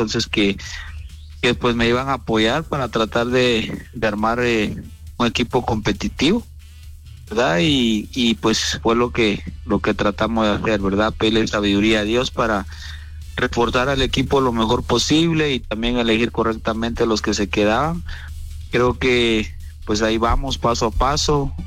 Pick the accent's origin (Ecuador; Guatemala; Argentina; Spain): Guatemala